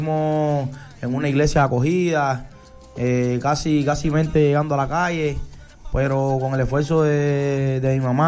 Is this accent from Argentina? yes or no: no; Cuba; moved away; nosotros somos cubanos